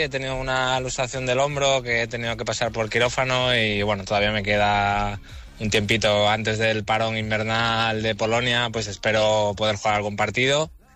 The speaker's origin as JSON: {"language": "Spanish", "town": "Málaga", "region": "Andalusia", "country": "Spain", "said": "Y para mí, siendo malagueño, habiendo jugado en la cantera y luego en el primer equipo, y, bueno, yo vivo aquí, mi casa está aquí"}